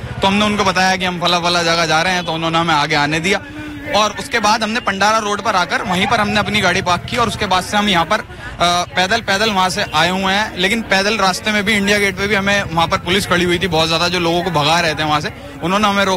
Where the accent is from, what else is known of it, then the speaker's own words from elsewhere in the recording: Uttar Pradesh, India; मैं उत्तर प्रदेश का नागरिक हूँ, लेकिन ओखला से मैं आया हूँ।